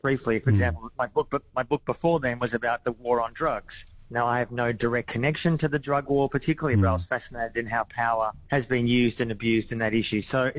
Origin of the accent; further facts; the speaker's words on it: Melbourne, Victoria, Australia; moved away as an adult; also born or lived in Sydney / Africa / Middle East / Palestine; when I was growing up in Melbourne as a Jew, I was brought up in the 70s and 80s, certainly in the mainstream Jewish community